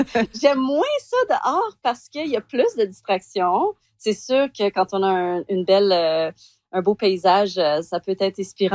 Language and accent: French; Calgary, Alberta, Canada; moved away as an adult; also born or lived in Quebec City; Je suis retournée en Alberta parce que je suis originaire de Calgary.